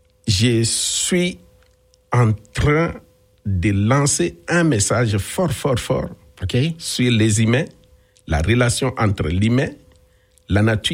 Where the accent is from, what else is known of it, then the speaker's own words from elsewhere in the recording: DR Congo; moved away as an adult; now in Longueuil, Canada; je suis à Longueuil depuis 2014. J'arrive du Congo directement.